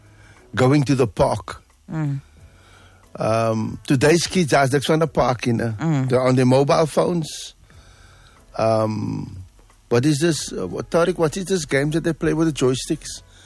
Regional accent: Cape Town, Western Cape, South Africa; also born or lived in Claremont, Cape Town; I grew up in Grassy Park, born in Claremont and then moved to Grassy Park.

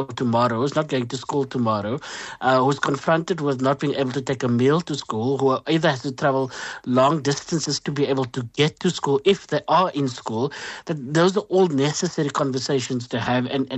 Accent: Bonteheuwel, Western Cape, South Africa; you cannot treat me differently because I grew up in Bonteville or because my skin is slightly browner than, you know, somebody who lives in the shade of Table Mountain.

